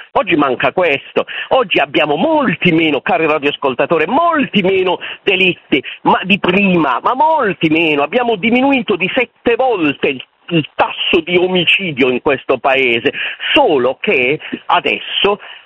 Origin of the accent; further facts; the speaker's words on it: Bari, Apulia, Italy; moved away; Io non vengo da Stoccolma né da Helsinki, ma vengo da Bari. Quindi vengo da Bari, ho 60 anni e ho fatto la mia prima parte della vita a Bari